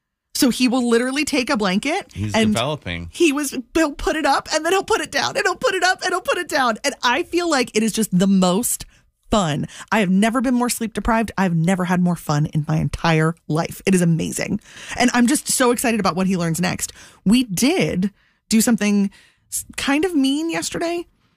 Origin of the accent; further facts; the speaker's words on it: Baltimore, Maryland, United States; I say pho because I'm from Baltimore.